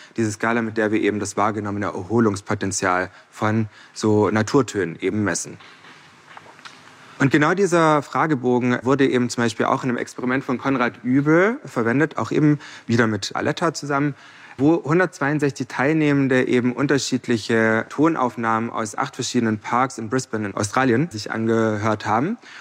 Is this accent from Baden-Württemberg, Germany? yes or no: yes; Baden-Württemberg, Germany; Also wenn ich an meine Kindheit denke, ich bin auf der Schwäbischen Alb groß geworden.